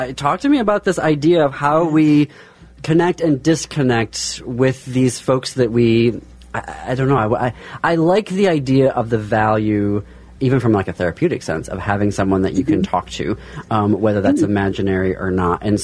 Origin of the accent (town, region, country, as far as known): Midwest, United States; born or raised there